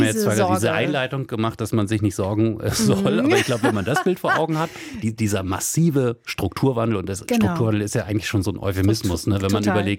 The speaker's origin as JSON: {"language": "German", "town": "Wolfsburg", "region": "Lower Saxony", "country": "Germany", "moved": "yes", "said": "Ich komme aus Wolfsburg ursprünglich"}